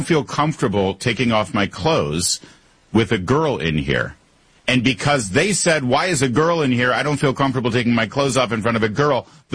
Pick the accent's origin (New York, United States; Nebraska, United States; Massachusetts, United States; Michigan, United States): Michigan, United States; I'm from Michigan. I speak Michigan sarcasm.